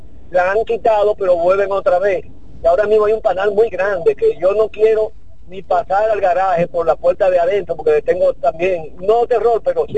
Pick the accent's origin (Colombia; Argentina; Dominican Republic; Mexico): Dominican Republic; El Cercado, San Juan; moved away; en mi pueblo, en el interior, en el cercado San Juan, en la casa de mi padre